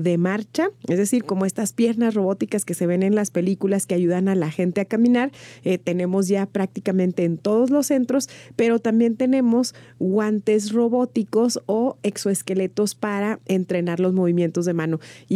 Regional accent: Mexico; como mexicanas y mexicanos

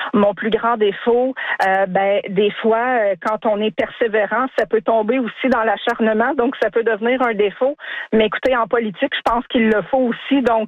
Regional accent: Drummondville, Quebec, Canada; Bien, d'abord, je suis native de Drummondville. Ça, c'est la première chose. Je vis ici depuis plus de 30 ans.

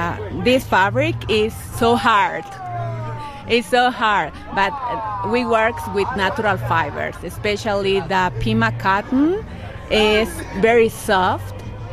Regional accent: Peru; moved away; I'm from Peru, and I am a fashion designer, and I put my culture in all my clothing

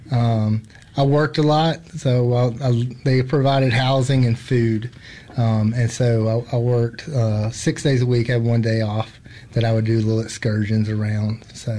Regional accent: Clinton, Mississippi, United States; So I grew up in Clinton, and then went to Southern for my undergrad.

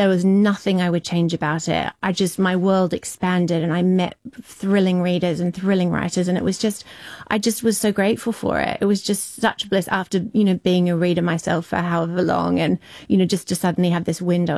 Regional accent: New Zealand; I grew up in a sort of New Zealand branch of the Brethren

